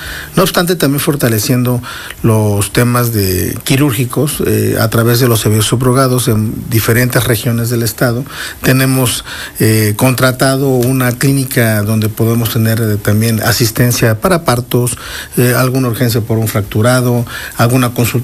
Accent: Mexico; como buenos mexicanos somos, y me incluyo también

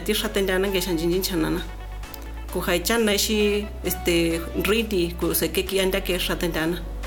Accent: San Marcos Tlacoyalco, Puebla, Mexico; Soy de San Marcos Tlacoyalco.

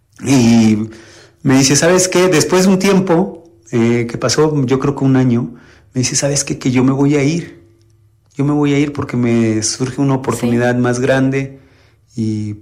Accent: Oriental, Puebla, Mexico; born or raised there; also born or lived in Xalapa, Mexico

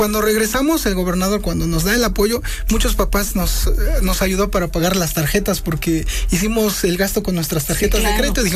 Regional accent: Coahuila, Puebla, Mexico; Se llama Coahuila.

